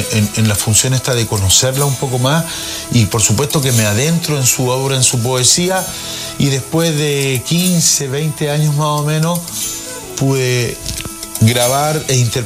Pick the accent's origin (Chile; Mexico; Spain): Chile; Bueno, yo como todo chileno tuve, mantengo la figura de la Gabriela de forma casi inconsciente, ¿no?